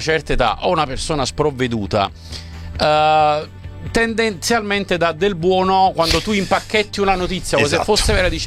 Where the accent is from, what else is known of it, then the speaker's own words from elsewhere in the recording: Naples, Campania, Italy; Io quando torno a casa, a Napoli intendo, no? E tornerò adesso questo weekend, mi troverò sicuramente mio padre